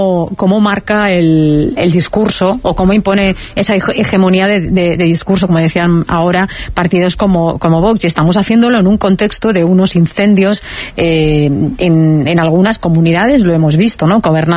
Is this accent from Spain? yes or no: yes; Spain; y a mí, que soy español, aunque pertenezca a una etnia que siempre se ha visto racializada y marginada, me lo están quitando.